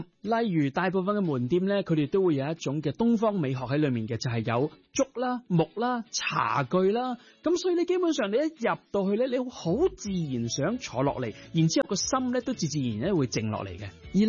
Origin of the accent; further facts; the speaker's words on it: Hong Kong; also born or lived in Chengdu; 我尝试用我香港人的角度，再加上我在成都住过一段时间的经验总合来看一看